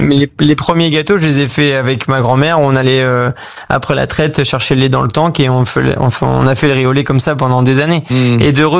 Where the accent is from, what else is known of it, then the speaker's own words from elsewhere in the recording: Normandy, France; Et toute mon éducation et mon enfance en Normandie, c'est ce rapport entre l'agriculture et nos produits que l'on fabrique au quotidien.